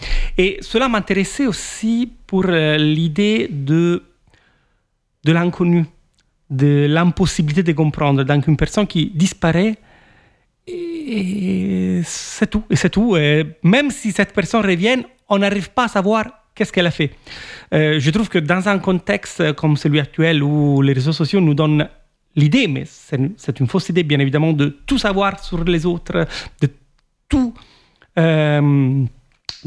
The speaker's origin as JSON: {"language": "French", "country": "Italy", "first_language": "Italian", "second_language": "French", "moved": "as an adult", "lives_now": "Montpellier, France", "said": "j'avais peur de parler dans ma langue maternelle, l'italienne. À l'époque, j'étais très timide en italien"}